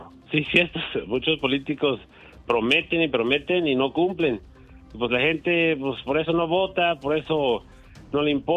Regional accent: Oaxaca, Mexico; now in Los Angeles, United States; Yo pues, nací en México, nací en Oaxaca. Voy a ser el primer oaxaqueño concejal aquí de la ciudad de Los Ángeles.

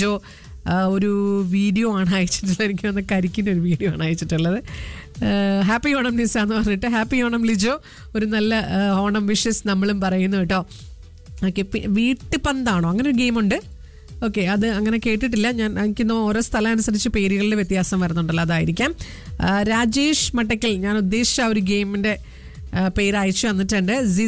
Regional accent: Chavakkad, Kerala, India; എൻ്റെ വീട് തൃശ്ശൂർ ചാവക്കാടാണ്.

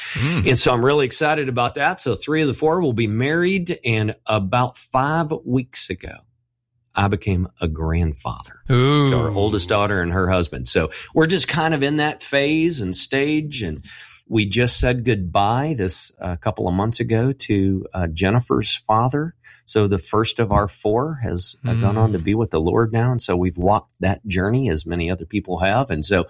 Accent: Texas, United States; born or raised there

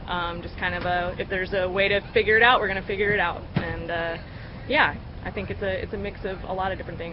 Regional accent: San Antonio, Texas, United States; now in North Carolina, United States

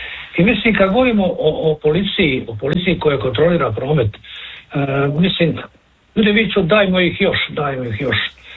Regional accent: Split, Split-Dalmatia County, Croatia; kod nas u Splitu

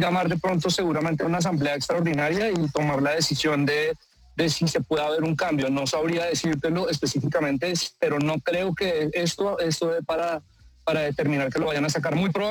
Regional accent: Mexico; como yo soy de México, no sé si ya lo tengan en todas las librerías

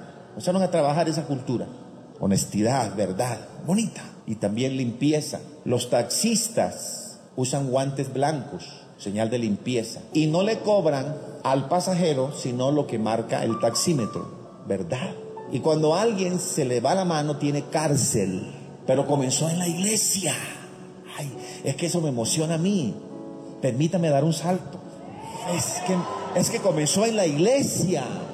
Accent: Colombia; ¿de dónde viene usted? Le dije, de Colombia.

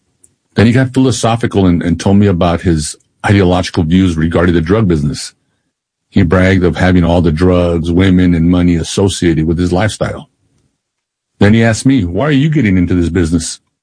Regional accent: El Paso, Texas, United States; You know, one of the greatest worries working undercover in my hometown of El Paso was being recognized by someone who knew my true identity.

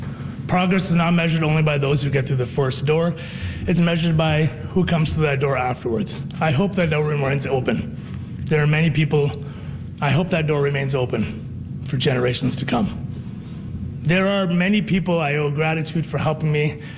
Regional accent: Ottawa, Ontario, Canada; moved away as an adult; now in Manitoba, Canada; a Canadian, Pakistani, Muslim kid born and raised in Ottawa from an immigrant family. Came to Manitoba, of all places

